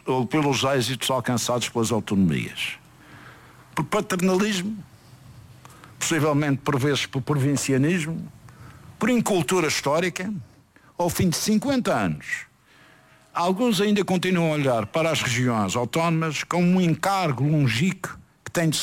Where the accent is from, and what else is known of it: Madeira, Portugal